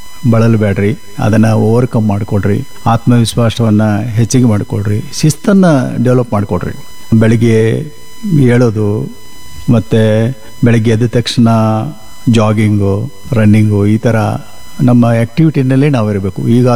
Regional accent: Belagavi, Karnataka, India; ನಾನು ಬೆಳಗಾವಿಯಲ್ಲೇ ಇದ್ದೀನಿ, ಮತ್ತು ನಮ್ಮ ಊರ ಹತ್ರ ಇದೆ, ಅಲ್ಲಿ ಕೂಡ ನಮ್ಮ ಹೊಲ ಮನೆ ಎಲ್ಲ ಇರೋದ್ರಿಂದ ಅಲ್ಲಿಗೂ ಹೋಗ್ತಾ ಇರ್ತೀನಿ.

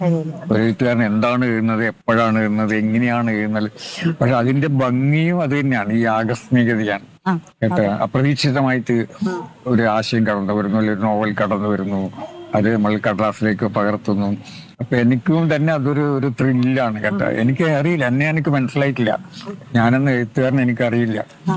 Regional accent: Mahe, Puducherry, India; മയ്യഴി എൻ്റെ ഉള്ളിലുണ്ട്, ഞാൻ മയ്യഴിക്കാരനാണ്, അത് ഞാൻ ഒരിക്കലും മറക്കില്ല. ഇപ്പൊ എവിടെ പോയാലും തിരിച്ചു വരാൻ ഒരു സ്ഥലം വേണം, അത് മയ്യഴിയാണ്. അവിടെ ഞാൻ തിരിച്ചെത്തും, എത്ര എത്ര ദൂരെ പോയാലും എത്ര വലിയ യാത്രകൾ നടത്തിയാലും ഞാൻ നിലനിൽക്കുന്നത് അവിടെയാണ്, മയ്യഴിയിലാണ്.

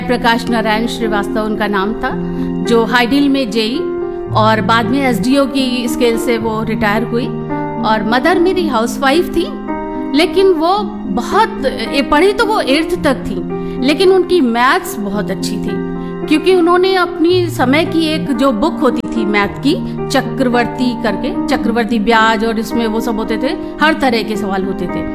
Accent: Unnao, Uttar Pradesh, India; मैं उन्नाव जिले से हूं, जो लखनऊ से आगे ये जिला पड़ता है और कानपुर से पहले, तो कानपुर और लखनऊ के बीच ये उन्नाव जिला है

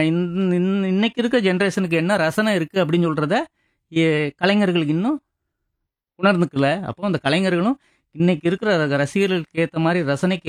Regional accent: Tamil Nadu, India; தமிழனாக பிறந்தோம், தமிழ்நாட்டு நம்ம தமிழ் கலைகளை பற்றி நல்லா தெரிஞ்சுக்கிட்டோம்.

